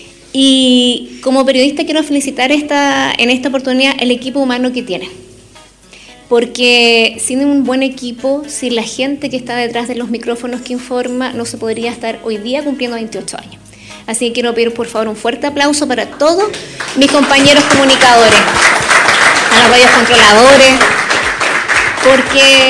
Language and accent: Spanish; Lihueimo, O'Higgins, Chile; les voy a hablar como periodista y como palmillana padre. Yo vivo en el sector de Ligüeymo, ahí tengo nacida y criada en Ligüeymo.